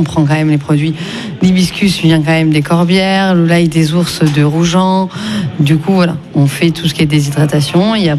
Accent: Tours, Centre-Val de Loire, France; moved away as an adult; now in Narbonne area, France; je suis de Tours, hein, ça fait 18 ans que j'habite ici

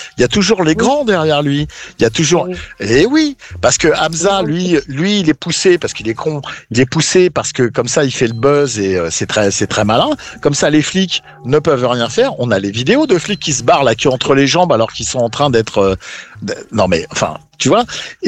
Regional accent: Paris, Île-de-France, France; Tu vois, je suis parisien.

